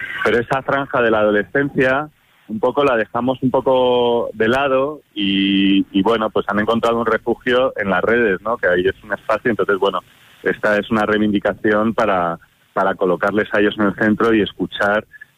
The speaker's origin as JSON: {"language": "Spanish", "town": "Madrid", "region": "Community of Madrid", "country": "Spain", "lives_now": "Olite, Spain", "said": "Claro, yo vengo de Madrid."}